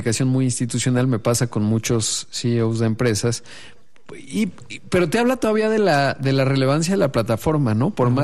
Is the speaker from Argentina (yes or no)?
no; Mexico